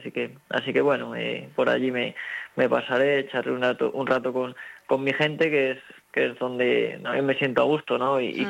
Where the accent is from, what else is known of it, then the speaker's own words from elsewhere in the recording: Ciudad Rodrigo, Castile and León, Spain; he crecido en Ciudad Rodrigo y he vivido muchos años allí, toda la comarca, la gente de mi pueblo